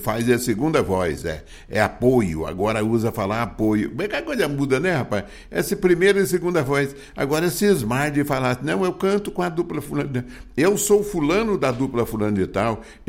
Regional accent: Rio Grande do Sul, Brazil; moved away; porque eu vim lá do Rio Grande do Sul, não estou pensando voltar mais para lá.

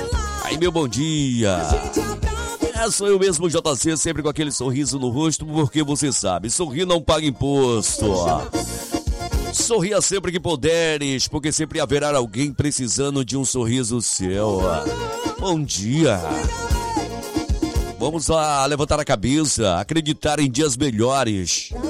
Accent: Brazil; É a minha pátria, Brasil é a minha pátria.

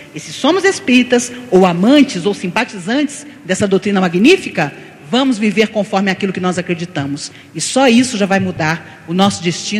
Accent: Rio de Janeiro, Brazil; now in Brasília, Brazil; Eu sou carioca, mas moro há quase 50 anos em Brasília.

